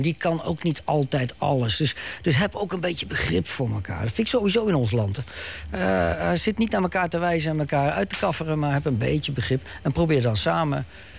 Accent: North Holland, Netherlands; Ik kom zelf uit Noord-Holland. Noord nog wel, boven Amsterdam.

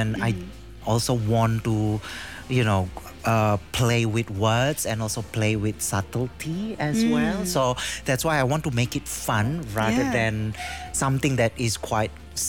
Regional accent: Indonesia; moved away as an adult; now in Australia; back in Australia and in my home country, Indonesia

